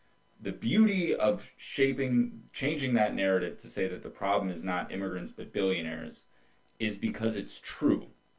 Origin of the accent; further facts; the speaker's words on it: Minnesota, United States; In my home state of Minnesota, Target just got about $1 billion in tariff refunds.